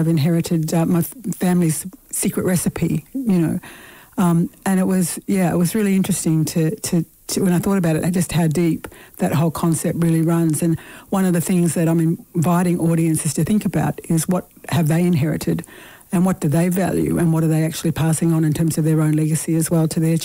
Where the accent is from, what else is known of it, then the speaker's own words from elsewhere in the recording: Queensland, Australia; So I grew up in North Queensland, but that's basically my heritage.